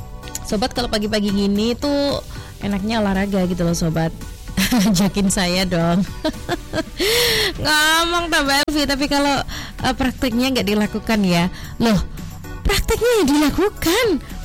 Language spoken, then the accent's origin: Indonesian; Bojonegoro, East Java, Indonesia; aku cah Jonegoro kok